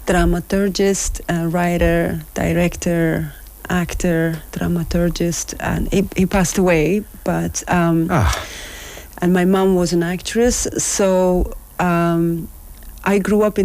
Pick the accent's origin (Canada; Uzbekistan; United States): Uzbekistan; In Uzbekistan.